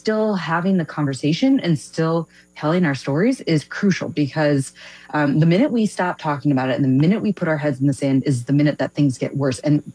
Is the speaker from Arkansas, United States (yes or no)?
no; Fort Wayne, Indiana, United States; now in Austin, United States; I do live in Texas, but I do just want to shout out, I grew up in Indiana, so fellow Midwesterner up in here.